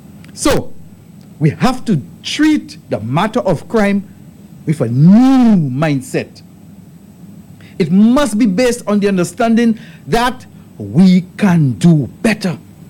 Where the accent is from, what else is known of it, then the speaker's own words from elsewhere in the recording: St. Lucia; I grew up in Babylon